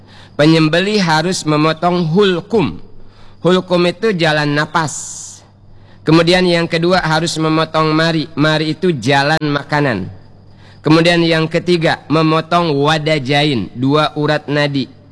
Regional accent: Bangka Belitung Islands, Indonesia; kata kita orang Bangka.

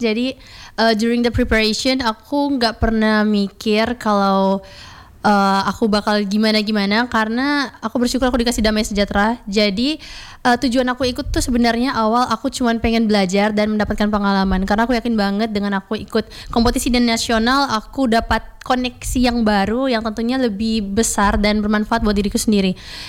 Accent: Ende, East Nusa Tenggara, Indonesia; born there; now in Jakarta, Indonesia; aku asli dari ND Flores, Nusa Tenggara Timur.

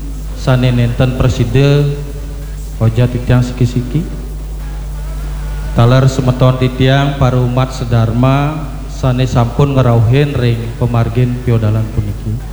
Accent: Buleleng, Bali, Indonesia; Karena identitas nih harus dimulai dari rasa bangga untuk menunjukkan bahwa saya orang Buleleng dengan sisi sejarahnya dan sisi historisnya.

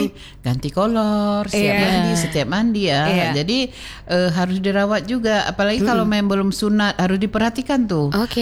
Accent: Aceh, Indonesia; budaya kita orang Aceh

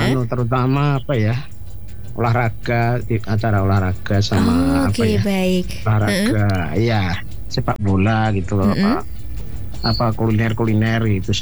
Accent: Madiun, East Java, Indonesia; born there; di kampung saya di Madiun

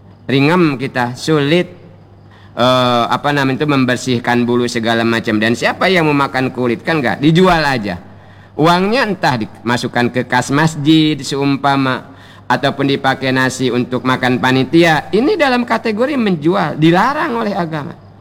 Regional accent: Bangka Belitung Islands, Indonesia; kata kita orang Bangka

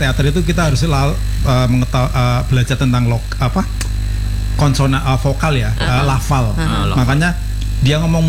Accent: Java, Indonesia; accent: Javanese; Karena sudah jelas dari ngomongnya aja sudah kelihatan logatnya udah Jawa.

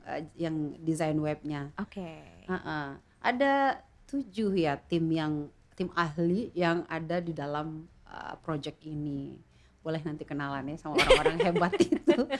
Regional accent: Bengkulu, Indonesia; kita tuh memang Melayu Bengkulu ya secara besar

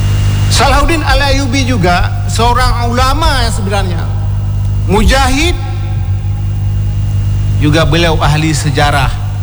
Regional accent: Aceh, Indonesia; orang kita, orang Aceh

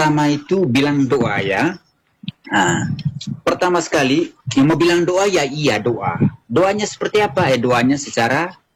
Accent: East Nusa Tenggara, Indonesia; Kalau selaku orang Manggarai, bagi orang-orang tua, memang dia pahami bahwa ada aturan-aturan khususnya.

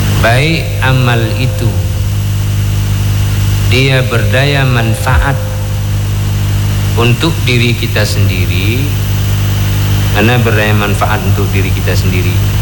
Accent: Aceh, Indonesia; bahasa kita orang Aceh memang palak kita

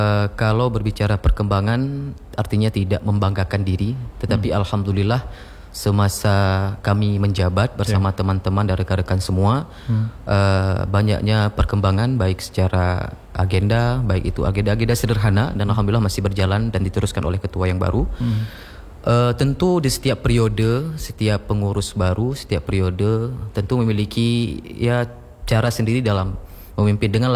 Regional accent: Aceh, Indonesia; Kita sebagai orang Aceh bang punya prinsip ketika berperang tidak ada senjata, dengan bambu pun jadi gitu kan.

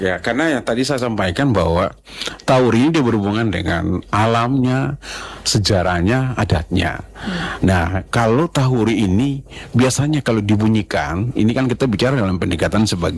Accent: Ambon, Maluku, Indonesia; Nah, hari ini kita akan bicara tentang maestronya adalah yang kita orang Ambon bilang Opa Loli.

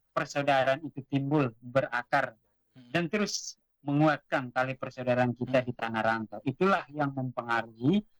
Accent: East Nusa Tenggara, Indonesia; moved away; sebagai orang Timor.

